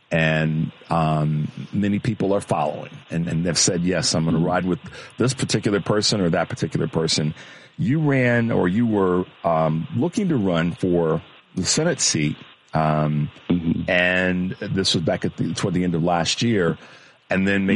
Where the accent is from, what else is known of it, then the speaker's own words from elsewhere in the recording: United States; And that's something that I'm really proud of as an American.